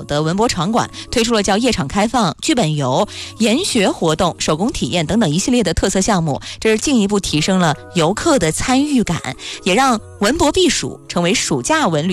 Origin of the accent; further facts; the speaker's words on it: Xinjiang, China; now in Jiangsu, China; 哦，这是我的家乡了。